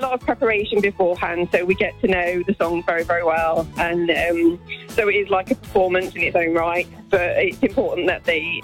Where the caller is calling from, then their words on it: Belper, East Midlands, United Kingdom; I'm calling from Belper in Derbyshire, or just outside of.